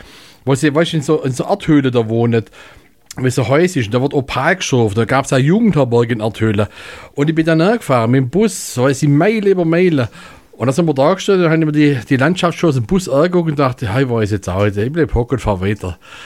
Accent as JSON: {"language": "German", "region": "Baden-Württemberg", "country": "Germany", "tie": "born or raised there", "accent": "Italian Swabian", "said": "Ah, aus meiner Heimat, gut."}